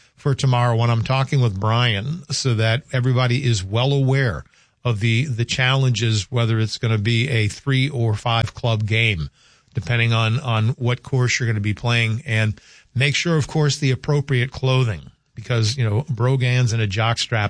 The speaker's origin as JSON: {"language": "English", "region": "North Dakota", "country": "United States", "tie": "born or raised there", "said": "I thought Iowa was windy. Oh yeah, that's right, until growing up in North Dakota."}